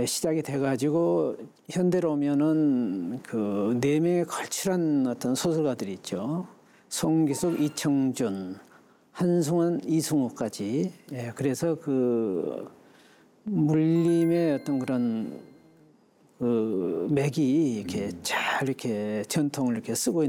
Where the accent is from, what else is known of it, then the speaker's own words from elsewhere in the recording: South Jeolla, South Korea; 제 고향, 내 어떤 미적 정서가 형성된 땅부터 그려보자 해서 고향 풍경을 그리게 됐고요.